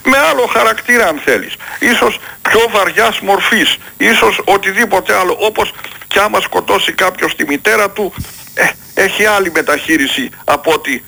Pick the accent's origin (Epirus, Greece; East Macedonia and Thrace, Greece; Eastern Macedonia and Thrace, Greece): Epirus, Greece; Veltsista; born or raised there